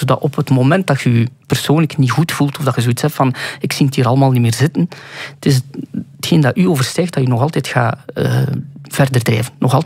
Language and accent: Dutch; Sint-Niklaas, Flanders, Belgium; ik kom dan uit Sint-Niklaas, op het moment dat ik dan heel actief was in grootsteden